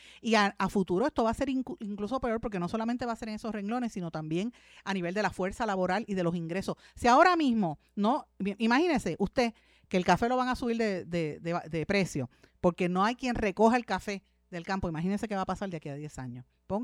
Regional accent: Puerto Rico; Y paren menos las mujeres, somos menos puertorriqueños.

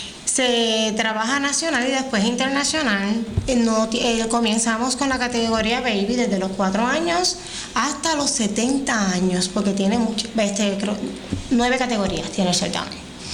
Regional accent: San Germán, Puerto Rico; tuve un apoyo increíble de mi pueblo de San Germán

